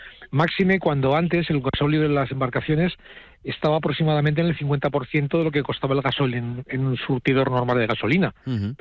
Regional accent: Spain; Disculparme que hable en castellano, pero es que yo soy castellano parlante y sí.

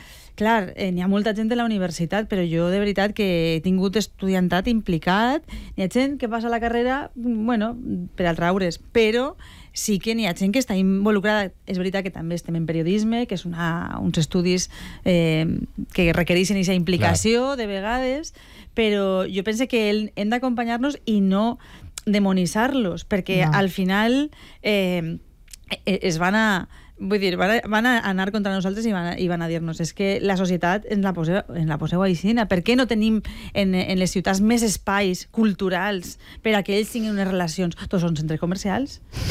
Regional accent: Sagunto, Valencian Community, Spain; Jo de veritat soc de Sagunt

